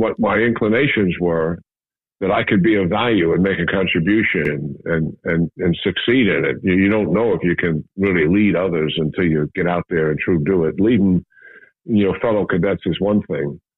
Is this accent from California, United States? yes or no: no; New York, United States; I'm a born and raised New Yorker. So I grew up in Manhattan in city housing projects. The first one was Jacob Riis. It's still there. It's on East 10th Street and Avenue D.